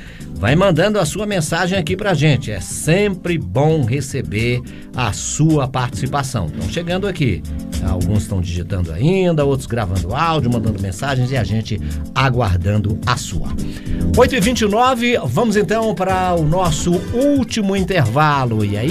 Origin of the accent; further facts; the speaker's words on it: Northeast Region, Brazil; lá na minha região Nordeste